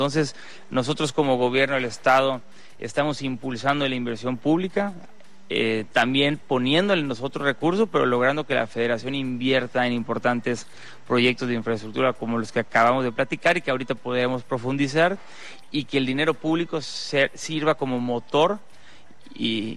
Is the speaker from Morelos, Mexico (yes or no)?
no; Yucatán, Mexico; moved away; also born or lived in Puebla; con mucho orgullo regreso a mi tierra, regresamos aquí a Yucatán